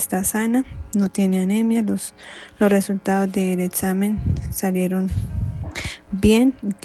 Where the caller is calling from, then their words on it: Saravena, Arauca, Colombia; Me comunico desde Saravena, Arauca.